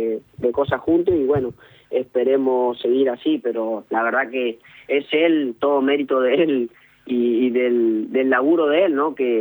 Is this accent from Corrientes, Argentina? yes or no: yes; Corrientes, Argentina; moved away; yo de que vine de mi ciudad de Corrientes